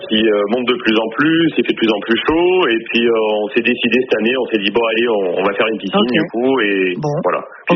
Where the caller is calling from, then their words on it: Provence-Alpes-Côte d'Azur, France; Je suis dans le Vaucluse.